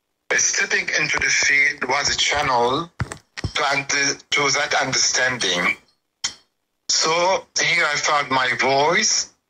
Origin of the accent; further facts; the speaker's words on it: Lebanon; now in Sydney, Australia; Growing up in Lebanon, it's a country where history, resilience and linguistic multiplicity intersect daily.